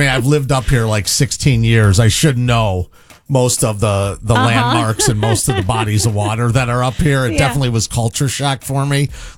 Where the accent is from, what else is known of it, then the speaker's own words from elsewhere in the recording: Addison, Illinois, United States; moved away as an adult; now in McHenry County, Illinois, United States; I'm from the Western Burbs, from Addison.